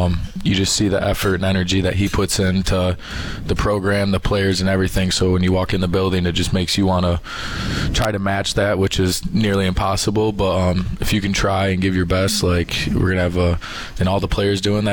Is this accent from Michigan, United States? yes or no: yes; Schoolcraft, Michigan, United States; I'm from Schoolcraft, Michigan, about an hour south of Grand Rapids, a smaller town.